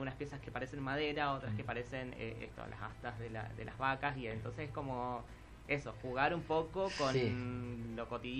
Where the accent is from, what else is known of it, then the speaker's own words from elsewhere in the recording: Puerto Tirol, Chaco, Argentina; fui nacido y criado ahí.